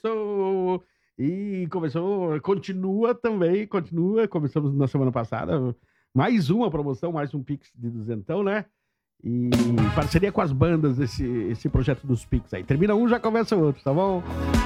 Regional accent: Brazil; a gente é brasileiro.

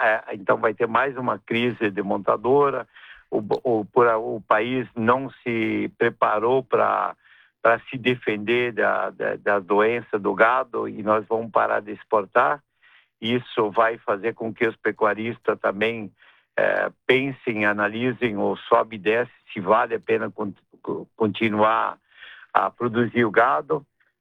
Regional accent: Nova Bassano, Rio Grande do Sul, Brazil; now in Canoas, Brazil; eu sou um gaúcho da Nova Bassano, que sou gaúcho que mora em Canoas, a empresa fica em Porto Alegre, da nossa matriz ainda, né? Sou brasileiro

